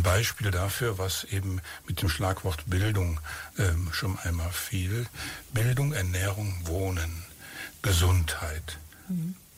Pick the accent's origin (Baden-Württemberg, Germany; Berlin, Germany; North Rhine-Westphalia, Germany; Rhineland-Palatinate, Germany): North Rhine-Westphalia, Germany; Cologne; auch wenn wir uns als Kölsche für den Nabel der Welt halten